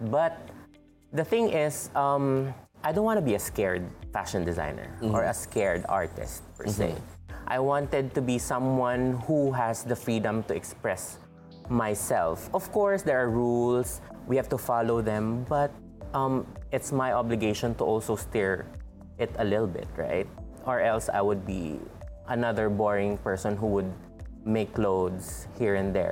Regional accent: Mindanao, Philippines; I'm from Mindanao

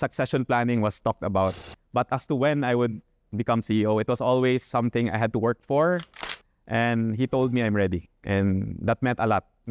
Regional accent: Philippines; I take pride on being Filipino.

